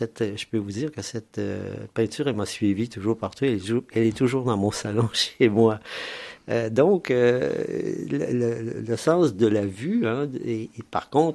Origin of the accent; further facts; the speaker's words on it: Quebec, Canada; ma région natale, la Mauricie